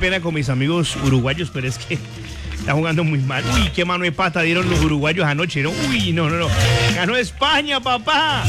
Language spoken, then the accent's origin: Spanish; Colombia; 6:42, juega Colombia, mi patria querida.